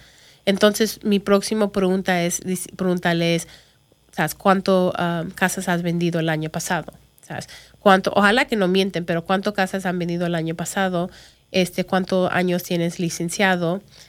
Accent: Chicago, Illinois, United States; Spanish is a second language; yo hablo mucho mejor inglés, entiendo en inglés, porque yo nací en Chicago y crecí allí. Pero este español también lo aprendí porque mis padres, mi abuelos, mis tíos, todos me hablaban español.

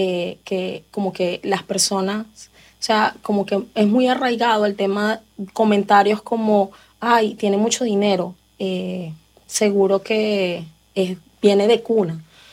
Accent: Venezuela; moved away as an adult; now in United States; yo en Venezuela tuve una carrera. O sea, yo me gradué en la universidad, pero en mi país era ingeniero industrial.

